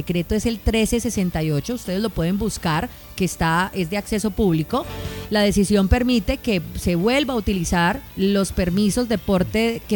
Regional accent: Colombia; nosotros como acá, como civiles, como colombianos, entendamos un poquito en profundidad qué se trata esto.

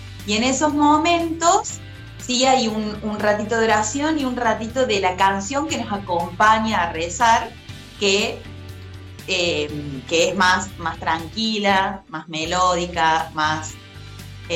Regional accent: Alejandro Roca, Córdoba, Argentina; Yo soy de Alejandro Roca, un pueblito que está a 80 kilómetros de Río Cuarto, estoy a una horita de viaje. Y yo crecí acá en mi Alejandro Amado, en la parroquia Nuestra Señora de la Asunción.

